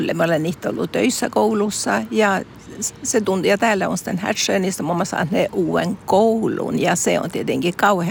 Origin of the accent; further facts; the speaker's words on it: Luleå, Norrbotten County, Sweden; born there; ja minä olen syntynyt täällä Luulajassa, vaikka Karlsvikissä